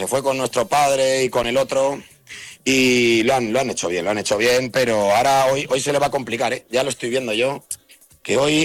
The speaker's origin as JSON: {"language": "Spanish", "town": "Madrid", "region": "Community of Madrid", "country": "Spain", "said": "hoy yo soy un madrileño que me he venido al pueblo"}